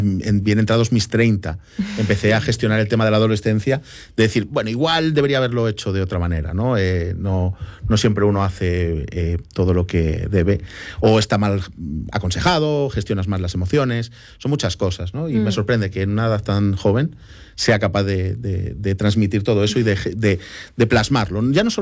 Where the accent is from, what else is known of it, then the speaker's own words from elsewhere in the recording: Barcelona, Catalonia, Spain; now in Ourense, Spain; Yo nací en Barcelona y en Barcelona solo podía jugar contra mi abuelo o mi padre